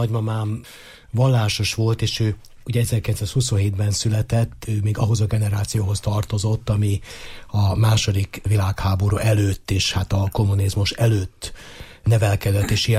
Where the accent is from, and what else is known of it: Zrenjanin, Vojvodina, Serbia; born or raised there; moved away